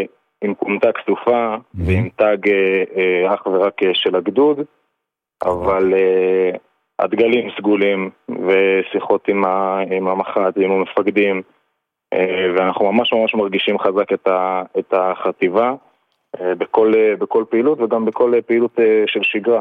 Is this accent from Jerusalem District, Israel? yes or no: no; Ashdod, Southern District, Israel; ממשפחה רגילה לחלוטין, מאשדוד בארץ.